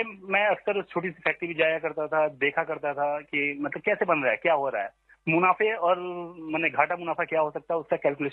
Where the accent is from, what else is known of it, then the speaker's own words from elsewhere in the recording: Motihari, Bihar, India; मैं भोजपुरी बोलता हूँ, बेसिकली मैं मोतिहारी से बिलोंग करता हूँ।